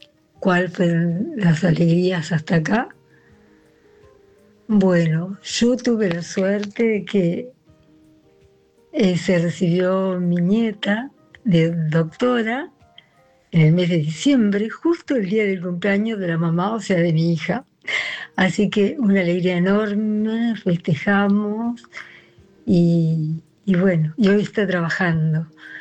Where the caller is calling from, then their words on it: 9 de Julio, Buenos Aires Province, Argentina; 9 de julio.